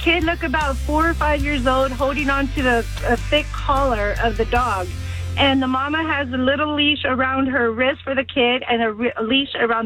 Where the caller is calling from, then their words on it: Texas, United States; I am visiting Indiana, and I am in Carmel at the moment. I am from Texas.